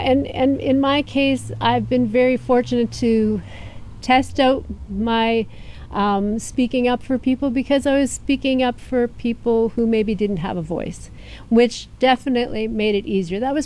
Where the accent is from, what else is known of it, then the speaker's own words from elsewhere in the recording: Schoenfeld, Manitoba, Canada; I grew up in Schoenfeld, actually.